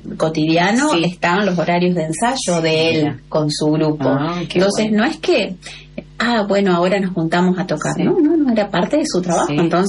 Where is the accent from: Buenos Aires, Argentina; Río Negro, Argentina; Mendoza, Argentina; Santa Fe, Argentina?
Santa Fe, Argentina; somos del norte de Santa Fe, que tenemos el Jaucanigá como una fortuna maravillosa